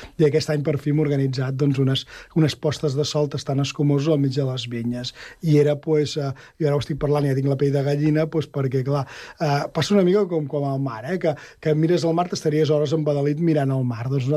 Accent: Catalonia, Spain; com que som del Penedès, és una mica el que nosaltres podem transmetre molt bé el Penedès.

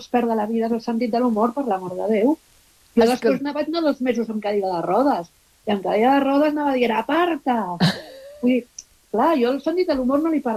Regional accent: Barcelona, Catalonia, Spain

